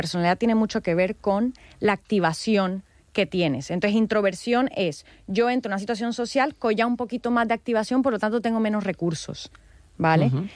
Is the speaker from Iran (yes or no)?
no; Caribbean coast, Colombia